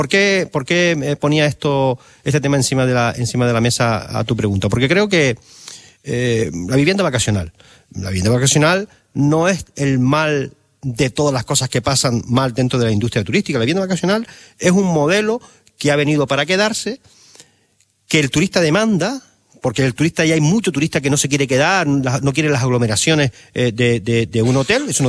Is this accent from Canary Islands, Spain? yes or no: yes; San Bartolomé de Tirajana, Canary Islands, Spain; Yo soy del sur. Tú sabes que yo soy del sur de Gran Canaria, soy de San Bartolomé, de Tirajana.